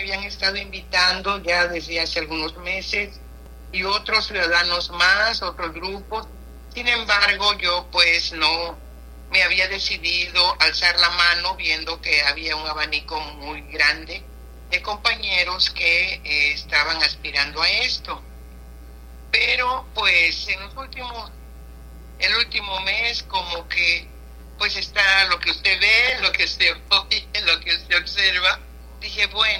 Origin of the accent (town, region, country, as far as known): Guerrero, Mexico